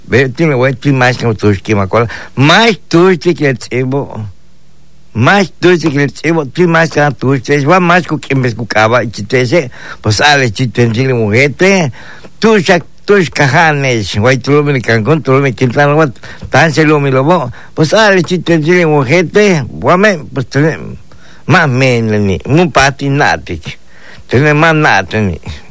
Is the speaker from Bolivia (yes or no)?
no; Yucatán, Mexico; qué bonito es Yucatán, señores. Ay, tengo que decir que es bonito porque es mi tierra.